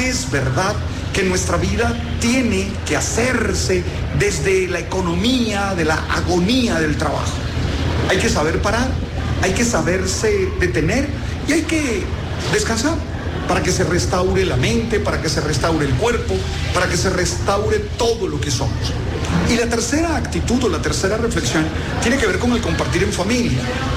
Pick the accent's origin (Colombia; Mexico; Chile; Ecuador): Colombia; necesitamos pensar en qué nos identifica como colombianos